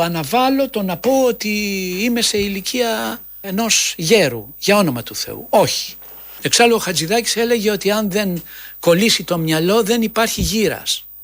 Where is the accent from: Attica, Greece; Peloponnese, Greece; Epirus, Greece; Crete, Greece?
Attica, Greece; Kallithea; born there; Εγώ γεννήθηκα εδώ, στην Καλλιθέα.